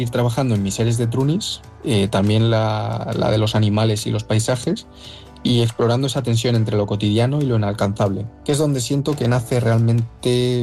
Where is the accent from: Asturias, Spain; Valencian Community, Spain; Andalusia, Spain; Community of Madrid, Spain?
Community of Madrid, Spain; Madrid; pintor, nací y formado en Madrid.